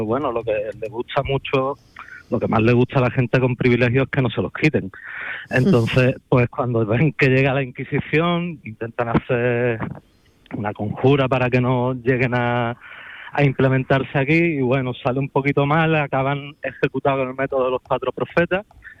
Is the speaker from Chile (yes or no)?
no; Cádiz, Andalusia, Spain; tirando pa casa, pa Cádiz